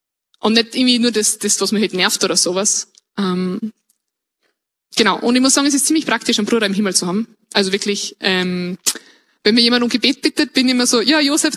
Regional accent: Upper Austria, Austria; now in Vienna, Austria; als Oberösterreicher darf man jetzt nicht sagen, dass Wien schön ist.

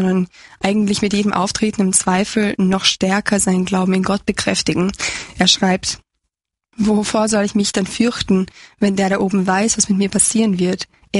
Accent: Croatia; gesprochenen jungen Mann aus meiner Heimat Kroatien vorstellen zu dürfen.

